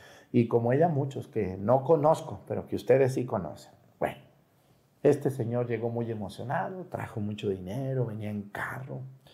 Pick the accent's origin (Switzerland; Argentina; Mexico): Mexico; Mexticacán, Jalisco; yo me acuerdo que ese señor tenía un rancho ahí cerca de mi pueblo, en Mesticacán